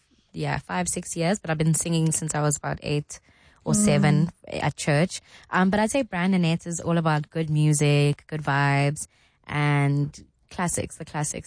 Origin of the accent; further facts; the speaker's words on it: Durban, KwaZulu-Natal, South Africa; And I'm from Durban.